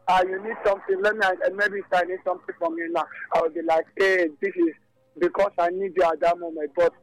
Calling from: Benin City, Edo, Nigeria; calling you from the city of Benin City.

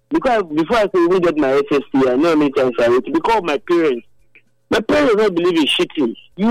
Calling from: Nigeria; I'm a Nigerian.

